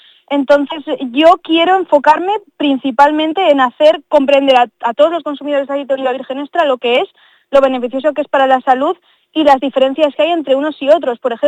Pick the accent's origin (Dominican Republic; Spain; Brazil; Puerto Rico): Spain; Escatrón, Aragon; Yo realmente soy de Escatrón, en Escatrón no tenemos ni panadería ya, que es una lástima.